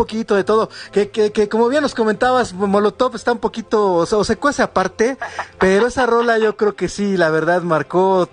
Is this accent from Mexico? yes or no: yes; Mexico; como buenos mexicanos y como buenos amantes de la música, pues nosotros continuamos con nuestras vidas